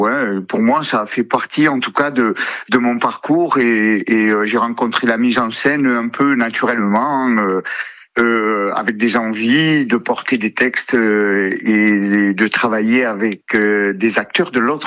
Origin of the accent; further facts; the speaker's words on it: Southern France, France; accent: southern; moi j'ai vraiment un accent, je suis d'ici, je suis du sud